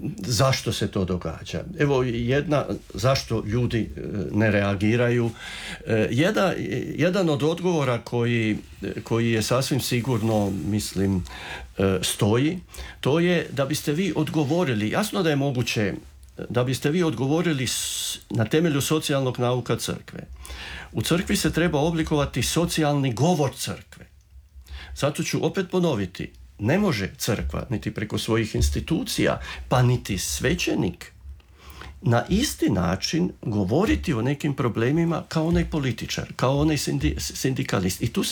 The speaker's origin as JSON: {"language": "Croatian", "country": "Croatia"}